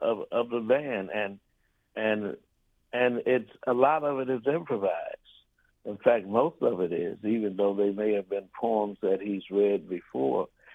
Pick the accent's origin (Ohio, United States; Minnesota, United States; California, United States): Ohio, United States; Cincinnati; also born or lived in Montgomery, Alabama; now in Washington, D.C., United States; I'm old enough, and I was born in Alabama, but I grew up in Cincinnati.